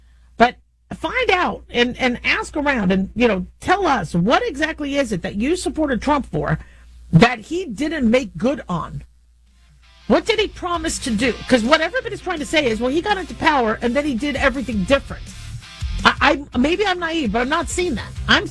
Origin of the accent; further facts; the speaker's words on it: United States; I'm not Republican or Democrat. I'm common sense. I'm American.